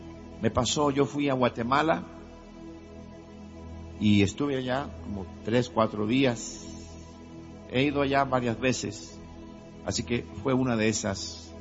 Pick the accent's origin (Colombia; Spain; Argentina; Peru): Colombia